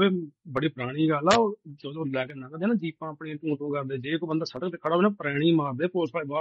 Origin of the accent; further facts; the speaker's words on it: Punjab, India; moved away; ਅਸੀਂ ਉੱਥੇ ਜੰਮੇ ਪੜੇ